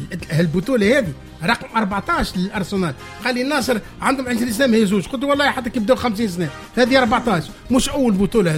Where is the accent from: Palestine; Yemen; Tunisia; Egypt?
Tunisia; عندنا في تونس